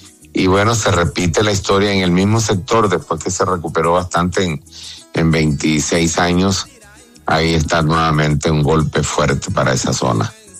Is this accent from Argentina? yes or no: no; Venezuela; born there; yo nací en Venezuela, pero acuérdese que yo tengo doble nacionalidad, yo tengo también nacionalidad colombiana